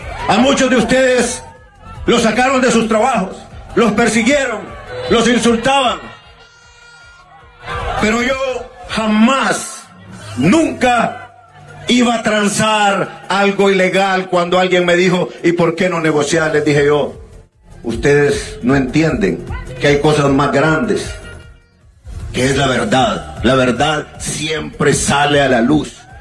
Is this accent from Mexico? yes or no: no; Honduras; en Honduras todos nos conocemos